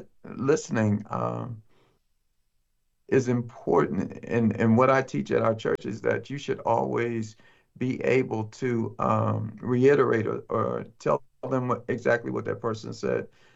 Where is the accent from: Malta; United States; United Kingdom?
United States; New Jersey; I'm from New Jersey, and we're not big on initiating conversation.